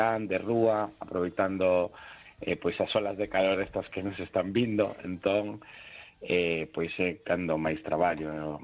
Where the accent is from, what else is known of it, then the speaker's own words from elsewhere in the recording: Cangas, Galicia, Spain; donde son contos de mujeres de Morrazo, que de donde son eu, de Cangas.